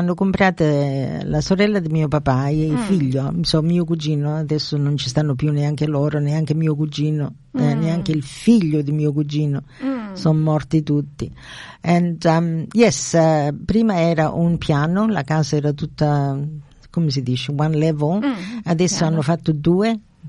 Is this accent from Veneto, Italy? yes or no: no; Sicily, Italy; moved away; quando abitavo io in Italia, quando mi sono cresciuta in Italia